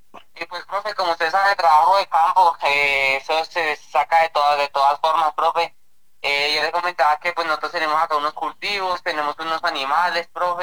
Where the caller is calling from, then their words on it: Caparrapí, Cundinamarca, Colombia; Lo llamo por acá desde Caparrapí, Cundinamarca